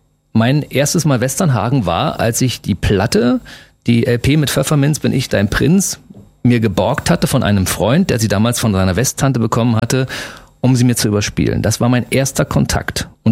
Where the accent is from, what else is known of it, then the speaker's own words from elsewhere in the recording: Berlin, Germany; Ich bin in der DDR aufgewachsen, allerdings als Ostberliner.